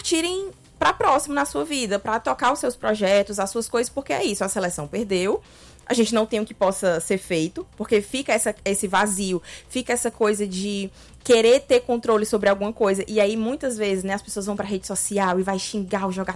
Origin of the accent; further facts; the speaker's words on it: Brazil; Todos somos brasileiros.